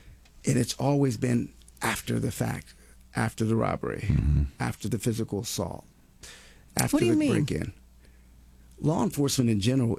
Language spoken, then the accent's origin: English; Akron, Ohio, United States; Now, I come from Akron, very small community.